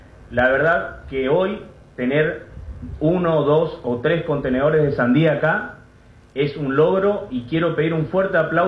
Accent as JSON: {"language": "Spanish", "country": "Argentina", "said": "argentino."}